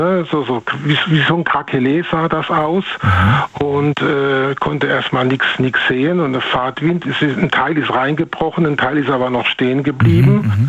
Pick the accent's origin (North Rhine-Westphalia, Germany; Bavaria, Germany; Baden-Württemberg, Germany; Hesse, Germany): Baden-Württemberg, Germany; mit meinem Auto Richtung Heidelberg gefahren. in meinen Heimatort, wo ich ursprünglich herkomme, und wollte da meinen Sohn taufen lassen